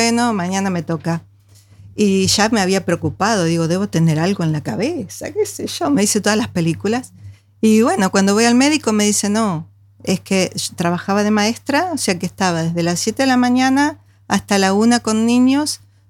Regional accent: Buenos Aires, Argentina; Bueno, y además que vengo de la provincia de Buenos Aires, o sea que soy pampeana también.

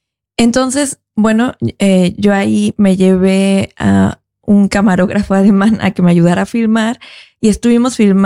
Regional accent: Mexico City, Mexico; Y yo vengo de Ciudad de México y Ciudad de México es una ciudad súper abierta

